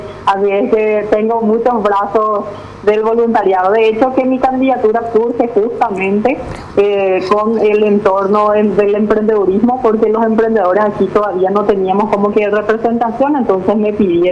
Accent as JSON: {"language": "Spanish", "town": "Minga Guazú", "region": "Alto Paraná", "country": "Paraguay", "said": "Sí, de Mingaguazú."}